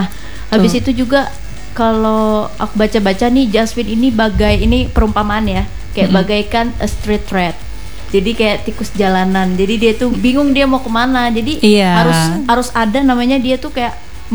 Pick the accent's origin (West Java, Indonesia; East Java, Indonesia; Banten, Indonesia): Banten, Indonesia; Tangerang; now in Palangkaraya, Indonesia; aku merantau ke sini. Aku bukan asli sini by the way.